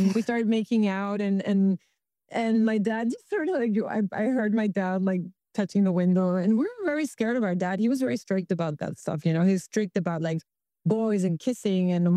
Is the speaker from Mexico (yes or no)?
yes; Tijuana, Baja California, Mexico; In my family, Mexico was a big myth. We didn't have a cotidiana with Mexico City. We had a cotidiana with San Diego. We grew up with American television, American radio.